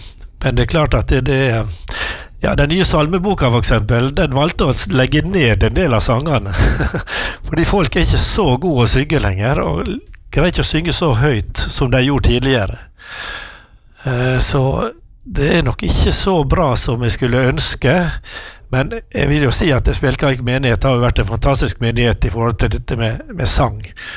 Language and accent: Norwegian; Ålesund, Møre og Romsdal, Norway; Jeg var født I Skaregata I byen, så jeg skikkelig innfødt Ålesund. men jeg var ikke mer enn ett. Eller nesten to år da flyttet vi inn på Voldsdalsberga da, I 1952